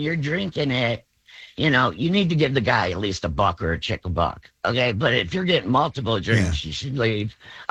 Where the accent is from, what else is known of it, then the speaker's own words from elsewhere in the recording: Detroit, Michigan, United States; also born or lived in Clarkston; now in Waterford, United States; I grew up in Detroit, uh-huh. and I raised my kids in Clarkston.